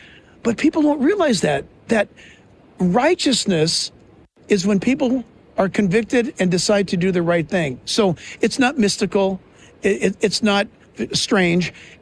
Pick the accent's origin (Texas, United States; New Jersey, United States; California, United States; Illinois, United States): California, United States; Thank you for saying that, because I hail from California.